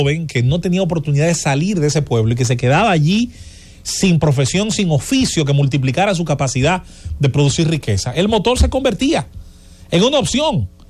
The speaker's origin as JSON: {"language": "Spanish", "town": "Azua de Compostela", "region": "Azua", "country": "Dominican Republic", "tie": "born or raised there", "said": "Yo recuerdo en el caso de mi pueblo, en Azua de Compostela, no hubo rutas de transporte, por así decirlo, hasta hace poco."}